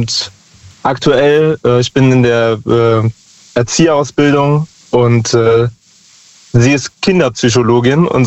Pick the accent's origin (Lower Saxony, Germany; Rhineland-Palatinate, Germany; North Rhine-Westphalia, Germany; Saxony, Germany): Rhineland-Palatinate, Germany; Lahnstein; Aus Lahnstein.